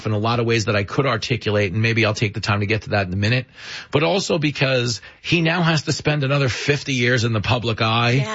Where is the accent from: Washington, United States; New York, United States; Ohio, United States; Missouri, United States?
New York, United States; Long Island; Like, so I grew up on Long Island. And I remember growing up here when I had never left here